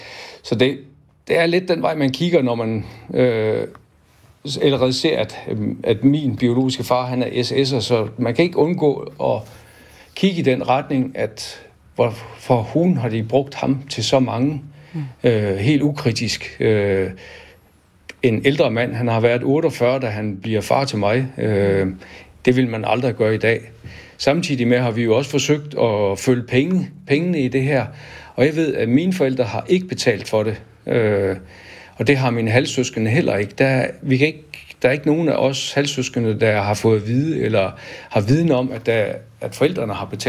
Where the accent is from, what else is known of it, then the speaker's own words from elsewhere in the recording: Thy, North Denmark Region, Denmark; Jeg er opvokset i Thy og har været rigtig glad for det. Jeg har haft verdens bedste forældre deroppe, så jeg mener, jeg er mere produkt af det miljø, jeg er vokset op